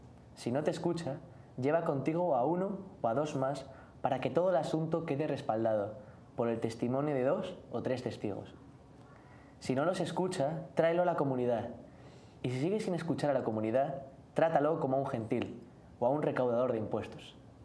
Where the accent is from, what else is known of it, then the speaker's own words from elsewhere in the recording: Madrid, Community of Madrid, Spain; moved away as an adult; now in Miami, United States; Soy de Madrid, de España, ahí de la comunidad de Schoenstatt, allí de la juventud, y estoy aquí ayudando al padre y a la comunidad de Schoenstatt durante 6 meses